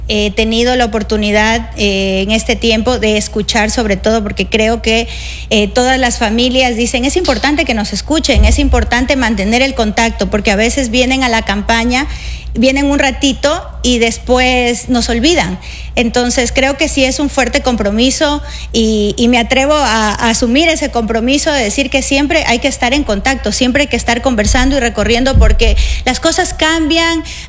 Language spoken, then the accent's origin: Spanish; Santo Domingo, Santo Domingo de los Tsáchilas, Ecuador; mi papá no es de aquí, mi papá es de La Tacunga y él se quedó aquí.